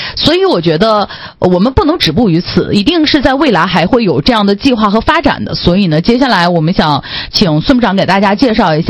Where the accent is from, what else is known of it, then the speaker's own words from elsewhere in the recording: Jilin, China; 在我们的家乡有这么多的吉林美景。